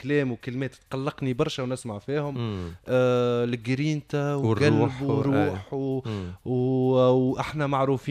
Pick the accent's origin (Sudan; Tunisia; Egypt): Tunisia; انا تونسي،